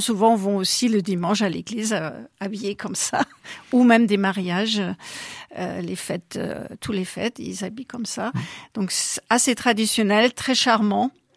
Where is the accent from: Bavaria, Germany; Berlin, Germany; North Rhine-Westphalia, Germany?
Bavaria, Germany; Alors, moi, je suis de la Bavière. Je suis née dans une petite bourgade à 15 km de Munich, donc très bavarois, évidemment.